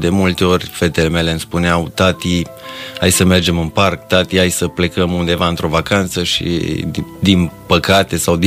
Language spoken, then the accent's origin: Romanian; Dej, Cluj County, Romania; born there; Da, m-am născut la Dej.